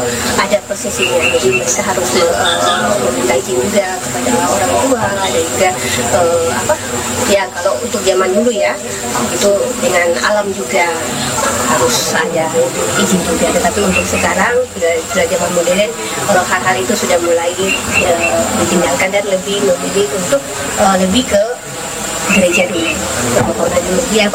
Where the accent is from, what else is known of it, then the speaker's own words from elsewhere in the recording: Biak, Papua, Indonesia; Dan itu kalau kami dari Biak itu kadang yang masih menjadi salah satu yang kental itu adalah kepercayaan kepada leluhur-leluhur kami.